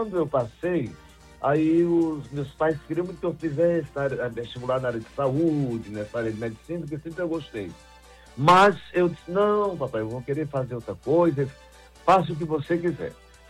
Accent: Barbalha, Ceará, Brazil; born there; also born or lived in Crato; now in Fortaleza, Brazil; eu nasci em Barbalho de Santo Antônio

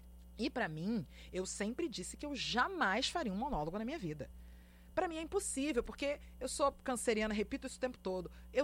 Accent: Rio de Janeiro, Brazil

